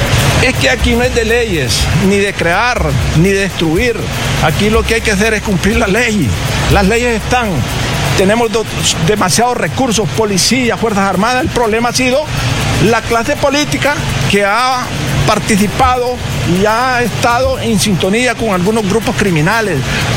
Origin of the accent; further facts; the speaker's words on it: Honduras; todos nos unamos como hondureños